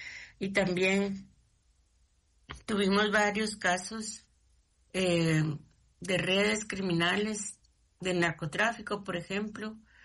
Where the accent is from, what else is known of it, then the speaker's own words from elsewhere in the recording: Guatemala; yo soy abogada guatemalteca.